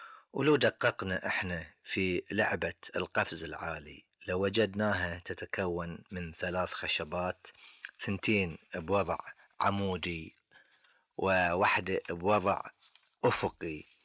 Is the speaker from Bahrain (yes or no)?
yes; Bahrain; عندنا في البحرين